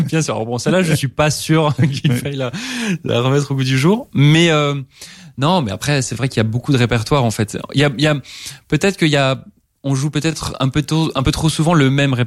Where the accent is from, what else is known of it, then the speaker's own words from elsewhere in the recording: Thann, Grand Est, France; je suis issu d'une famille de musiciens amateurs. Donc j'ai grandi en Alsace dans une petite ville qui s'appelle Tann